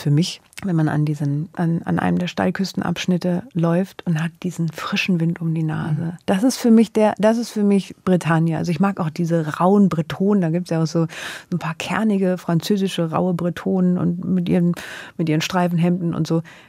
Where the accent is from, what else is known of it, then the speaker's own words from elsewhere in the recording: Stuttgart, Baden-Württemberg, Germany; born there; ich bin in Stuttgart geboren, wenn ich den Dialekt höre, dann, das ist für mich was.